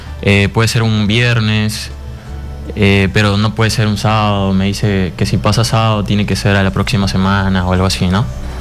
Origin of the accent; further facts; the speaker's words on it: Iquitos, Loreto, Peru; Nosotros somos de la selva. Yo soy de Iquitos, natural.